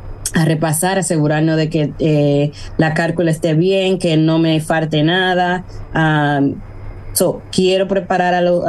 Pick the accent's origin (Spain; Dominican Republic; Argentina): Dominican Republic; Cibao; accent: Cibaeño; Y yo sé que yo tengo mi acento y soy bien cibaeña. No lo niego.